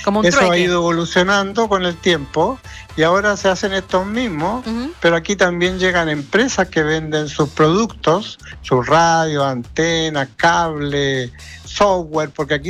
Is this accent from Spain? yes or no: no; Valparaíso, Chile; Así somos los porteños.